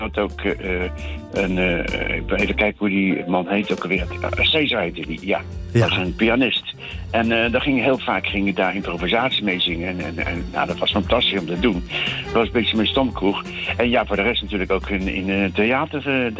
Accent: Rotterdam, South Holland, Netherlands; moved away; Iedereen zegt van, je bent Rotterdammer. Ja, ben ik ook van Feyenoord.

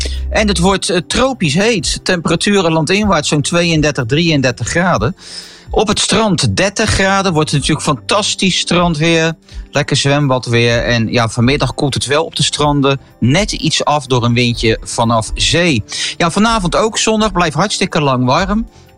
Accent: Rotterdam, South Holland, Netherlands; accent: Rotterdam; Maar ik mag gewoon mijn Rotterdams accent behouden.

